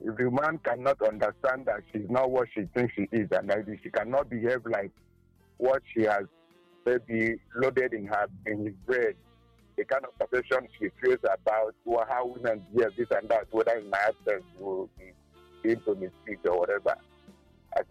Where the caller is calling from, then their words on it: Enugu, Enugu State, Nigeria; I'm calling from Enugu.